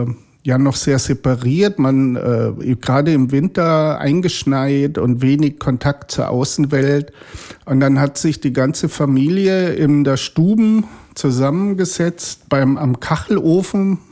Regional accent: Bavaria, Germany; eigentlich traditionelle bayerische Volksmusik ist, vor allen Dingen aus der Region, aus dem Chiemgau, wo ich herkomme.

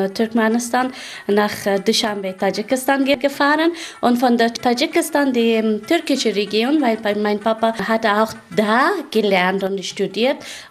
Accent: Afghanistan; German is a second language; Ja, wir haben auch grün, die zeigen aber nicht. Leider, es gibt auch Schönheiten in Afghanistan, aber leider, Sie wissen schon, es ist eine Geschichte.

